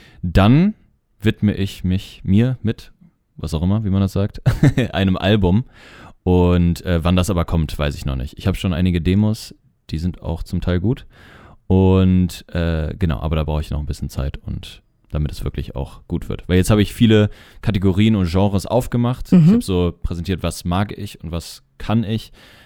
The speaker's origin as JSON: {"language": "German", "town": "Cologne", "region": "North Rhine-Westphalia", "country": "Germany", "said": "ich komme aus Köln."}